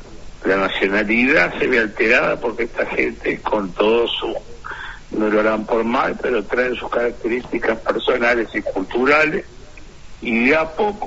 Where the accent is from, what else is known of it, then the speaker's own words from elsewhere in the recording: Uruguay; Ahora, cubano, porque bueno, vengo, voy a Uruguay porque no puedo estar más en mi país